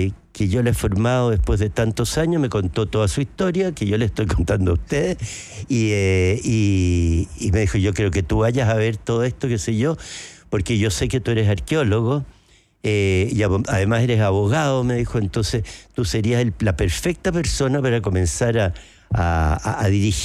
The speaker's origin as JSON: {"language": "Spanish", "country": "Chile", "said": "Todos somos indígenas los chilenos, todos tenemos sangre indígena."}